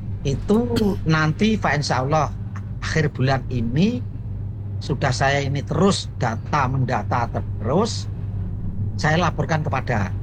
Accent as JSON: {"language": "Indonesian", "region": "Java", "country": "Indonesia", "said": "alasan saya orang Jawa."}